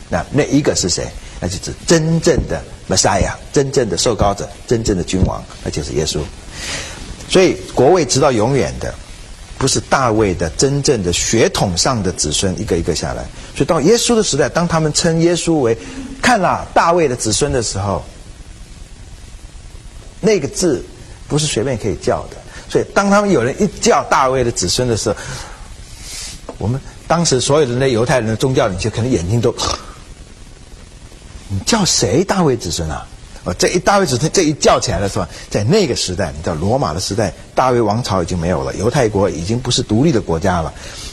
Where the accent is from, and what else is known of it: China